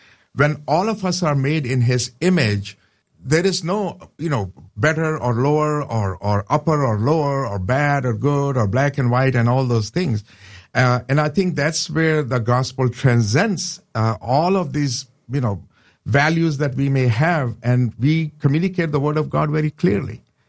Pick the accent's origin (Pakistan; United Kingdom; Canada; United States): Pakistan; Sure. Born and raised in Pakistan. My dad was a former Muslim, studied there, served there, studied in South Korea, and then the U.S.